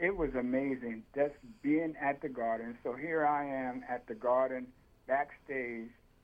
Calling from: California, United States; No, I'm on the West Coast. I'm calling you from Cali.

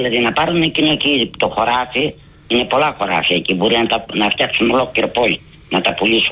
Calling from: Vonitsa, Western Greece, Greece; Εγώ είμαι κάπου στη Βόνιτσα. Είμαι από τη Βόνιτσα, είμαι και παντρεμένη.

